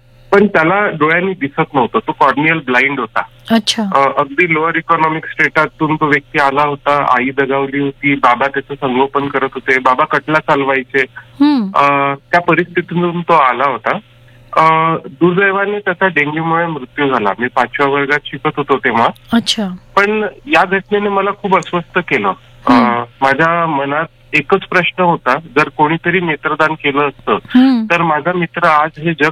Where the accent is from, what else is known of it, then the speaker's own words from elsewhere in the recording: Amravati, Maharashtra, India; अमरावती म्हणजे जिथे जे माझं मूळ गाव होतं